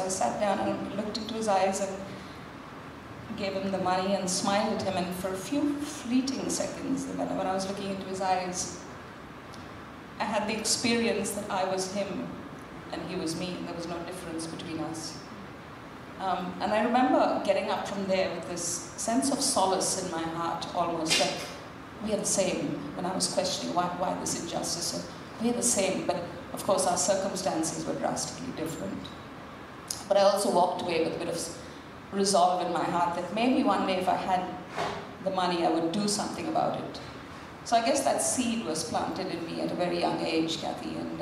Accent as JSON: {"language": "English", "town": "Mumbai", "region": "Maharashtra", "country": "India", "tie": "born or raised there", "said": "So I guess, first of all, I come from India. I grew up in a really very small connected neighborhood on the outskirts of Mumbai in a little suburb called Chembur."}